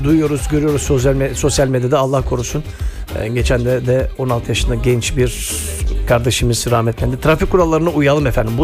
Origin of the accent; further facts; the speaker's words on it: Greece; memleketimiz Yunanistan'da